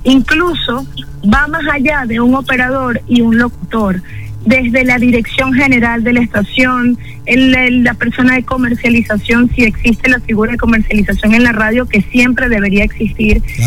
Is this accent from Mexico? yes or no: no; Cumaná, Sucre, Venezuela; Que como yo vengo de Cumaná, que yo, acuérdate que yo tengo un año acá en la isla desde a mi regreso, porque bueno, ya yo había vivido acá antes